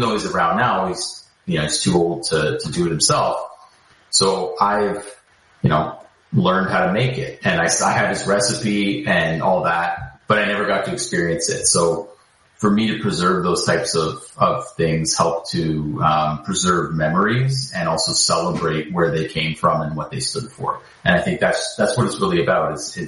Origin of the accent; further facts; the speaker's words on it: Toronto, Ontario, Canada; also born or lived in Montreal, Canada; I was born in Montreal, but I grew up in Toronto.